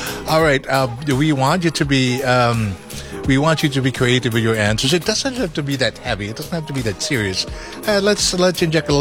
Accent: Philippines; I know we're Filipino, so we're emotional people

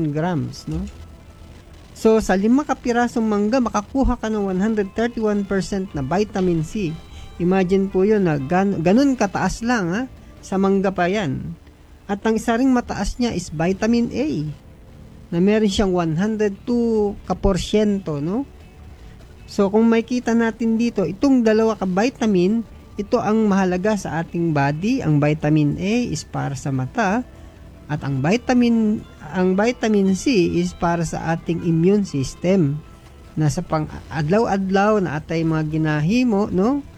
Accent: Manila, Metro Manila, Philippines; Pasensya na mo, kayo, ako'y Tagalog talaga, no? Gikan pa ako sa Manila.

